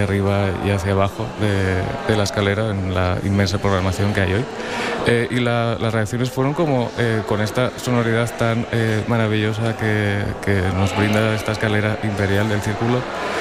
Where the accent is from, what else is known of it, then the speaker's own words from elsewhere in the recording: Asturias, Spain; cerca de mi pueblo, en Asturias, en el occidente de Asturias, en Castropol.